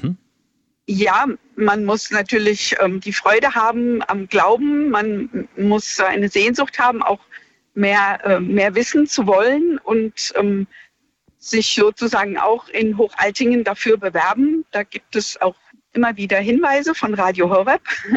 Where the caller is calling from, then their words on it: Rüdesheim am Rhein, Hesse, Germany; ich komme aus Rüdesheim am Rhein